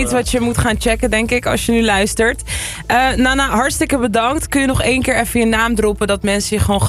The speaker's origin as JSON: {"language": "Dutch", "town": "Amsterdam", "region": "North Holland", "country": "Netherlands", "said": "Ik ben zelf ook Amsterdammer"}